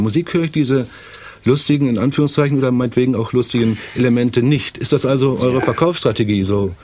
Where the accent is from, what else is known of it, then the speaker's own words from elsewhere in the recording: Mainz, Rhineland-Palatinate, Germany; Also ich komme aus Mainz und kenne da also die Fasernacht ein bisschen.